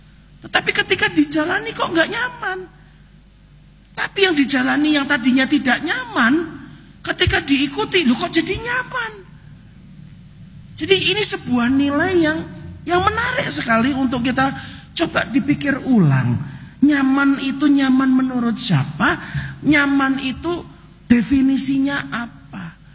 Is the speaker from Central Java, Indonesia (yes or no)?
yes; Central Java, Indonesia; also born or lived in Jakarta; Lah saya ini orang Jawa Tengah